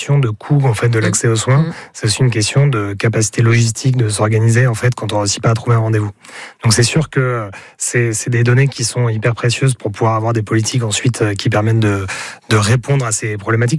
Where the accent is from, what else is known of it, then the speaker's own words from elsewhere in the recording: Hauts-de-France, France; alors moi je viens de Picardie, de l'Aisne par exemple